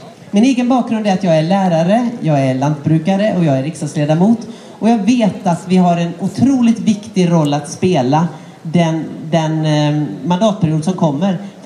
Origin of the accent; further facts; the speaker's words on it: Skövde, Västra Götaland County, Sweden; Jag är riksdagsledamot för Centerpartiet. Jag kommer ifrån Skövde.